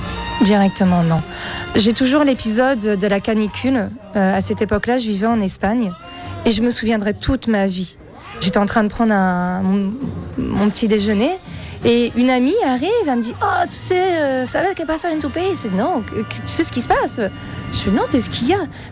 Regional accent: Normandy, France; moved away; C'est mes origines, je ne renierai jamais ça. Je suis française normande et fière de l'être.

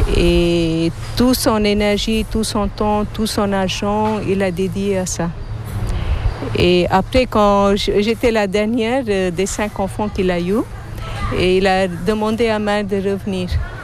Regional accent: Puducherry, India; French is a second language; now in Auroville, India; c'est pas ma langue maternelle. Mais je l'ai appris à l'ashram où j'ai grandi. Et j'ai appris à parler français depuis mon jardin d'enfants.

